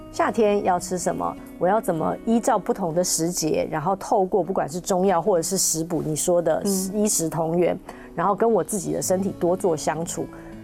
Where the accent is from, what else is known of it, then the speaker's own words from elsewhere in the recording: Hong Kong; 可能因为我也是在一个比较传统的家庭长大的，而且因为我们家是香港人嘛，所以从小到大。